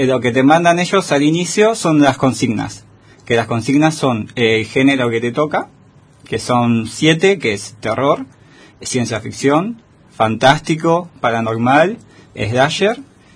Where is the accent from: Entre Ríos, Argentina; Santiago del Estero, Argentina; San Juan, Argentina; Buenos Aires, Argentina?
Buenos Aires, Argentina; now in Esquel, Argentina; Vengo de Buenos Aires, estoy acá en Esquel hace principio de año, más o menos.